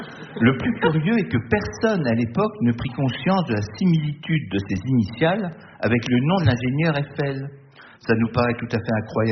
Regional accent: Brittany, France; Lucas, je vous rappelle que je suis breton

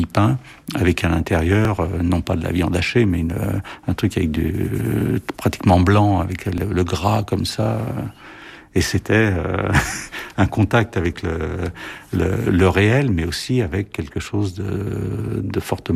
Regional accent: Saint-Denis, Île-de-France, France; Et donc là, j'ai trouvé un travail à Saint-Denis, donc dans ma ville natale

